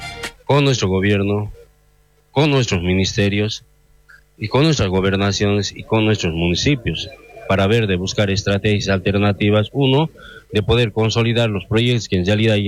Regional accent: Tarija, Bolivia; todos nosotros como pueblo tarijeño y como pueblo boliviano

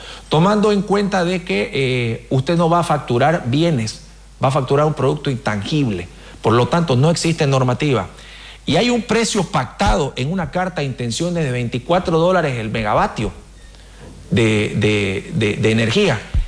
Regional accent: Santa Cruz de la Sierra, Santa Cruz, Bolivia; yo soy de Santa Cruz

